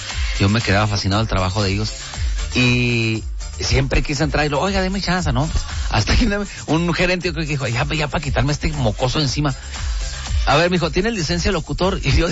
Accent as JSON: {"language": "Spanish", "region": "Chihuahua", "country": "Mexico", "said": "No, pues que yo vengo de Chihuahua."}